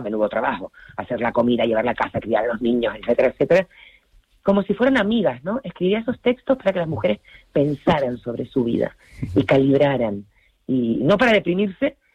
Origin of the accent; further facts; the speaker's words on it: Las Palmas, Canary Islands, Spain; yo soy de Gran Canaria, yo soy de Las Palmas.